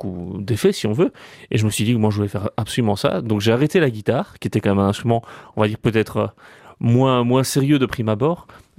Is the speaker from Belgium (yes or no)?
yes; Brussels, Brussels-Capital Region, Belgium; Moi, je suis bruxellois